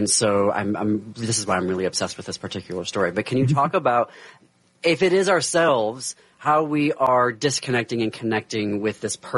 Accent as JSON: {"language": "English", "region": "Midwest", "country": "United States", "tie": "born or raised there"}